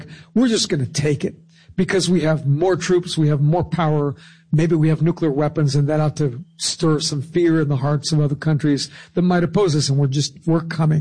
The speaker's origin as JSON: {"language": "English", "region": "California", "country": "United States", "said": "So in my home state of California in the early 1970s, it was not a happy thing to be driving around L.A. with your windows up or down."}